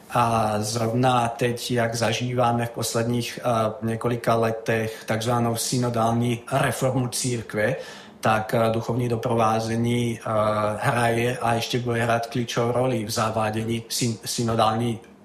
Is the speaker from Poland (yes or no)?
no; Trenčín, Trenčín Region, Slovakia